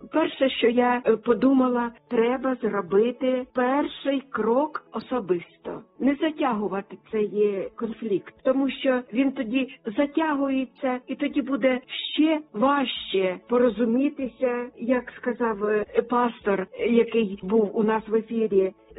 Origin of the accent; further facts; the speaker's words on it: Sumy Oblast, Ukraine; now in Denmark; з далекої Данії. Передаю вітаннячко на мою рідну Україну, на мою рідну Сумщину.